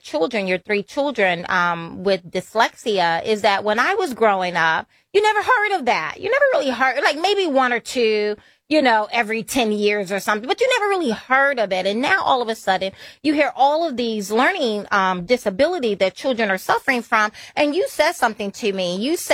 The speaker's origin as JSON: {"language": "English", "region": "Alabama", "country": "United States", "tie": "born or raised there", "said": "And I grew up on a pig farm in southern Alabama in the very deep and rural south of Alabama."}